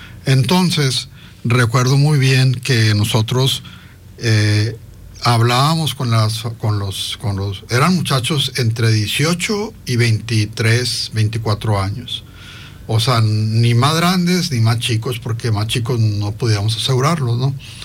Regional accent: Hermosillo, Sonora, Mexico; born there; Yo nací en Hermosillo, Sonora. Y nací en Hermosillo, Sonora. Mi mamá es de Hermosillo, Sonora.

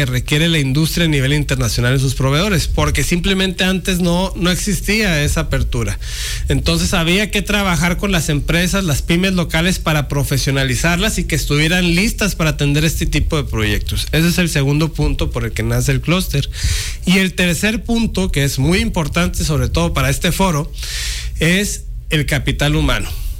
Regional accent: Sonora, Mexico; moved away; also born or lived in Nuevo León; siendo sonorense, me invitan a venir acá a Sonora

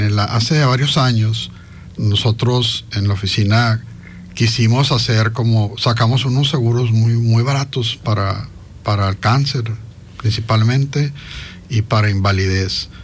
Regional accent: Hermosillo, Sonora, Mexico; born there; Yo nací en Hermosillo, Sonora. Y nací en Hermosillo, Sonora. Mi mamá es de Hermosillo, Sonora. Mi papá es de la ciudad de Monterrey. Era de la ciudad de Monterrey.

